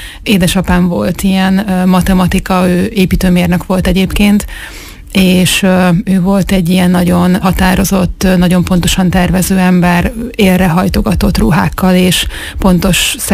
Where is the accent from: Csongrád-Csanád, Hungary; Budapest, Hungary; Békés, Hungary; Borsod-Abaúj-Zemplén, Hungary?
Borsod-Abaúj-Zemplén, Hungary; Miskolc; Igen, én itt Miskolcon születtem, és itt is nőttem fel, úgyhogy én egy hamisítatlan miskolci lakos vagyok.